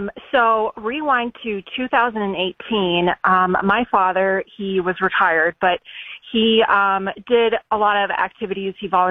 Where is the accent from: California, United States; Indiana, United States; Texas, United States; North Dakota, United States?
Texas, United States; Dallas; now in Michigan, United States; and we're in Michigan, and we're originally from Dallas, but we're in Michigan now.